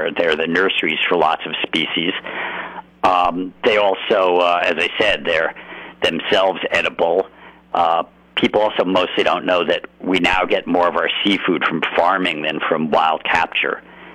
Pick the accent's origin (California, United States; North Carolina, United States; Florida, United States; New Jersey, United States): California, United States; and as a Californian, I mean, we're privileged to live right by them